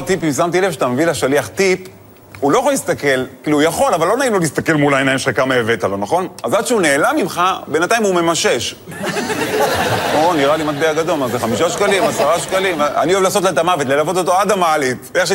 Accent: Netanya, Central District, Israel; האמת, אני גדלתי בנתניה.

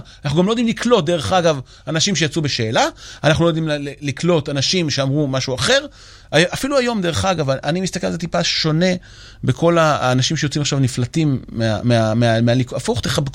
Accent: Yavne, Central District, Israel; אני גדלתי ביבנה. הגענו לשם לאינטגרציה

